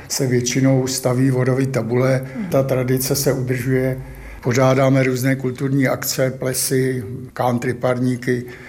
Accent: Prague, Czechia; pocházím tady z Podskalí

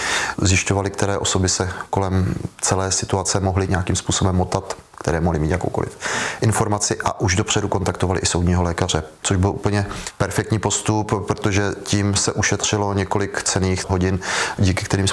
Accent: Žďár nad Sázavou, Vysočina Region, Czechia; Jsem ze Žďáru nad Sázavou

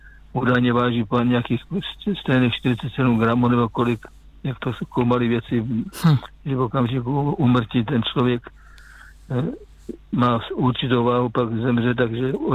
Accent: Žeravice, South Moravian Region, Czechia; born or raised there; also born or lived in Kopřivnice

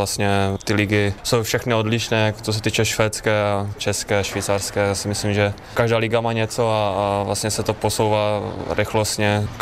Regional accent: Třinec, Moravian-Silesian Region, Czechia; Super, protože jsem odsaď a jsem odchovanec z Třince, takže tady vlastně trávím celé léto.

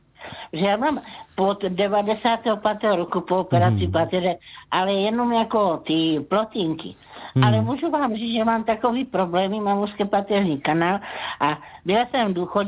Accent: Brno, South Moravian Region, Czechia; já jsem v Brně a to je jako jediná, odkud pocházím, jo?

